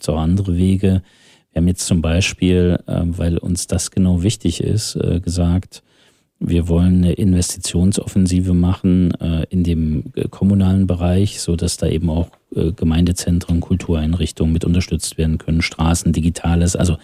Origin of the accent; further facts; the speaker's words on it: Thuringia, Germany; Aber da habe ich so ein bisschen den Eindruck, dass uns manchmal als Thüringer der eigene Bauchnabel genug ist.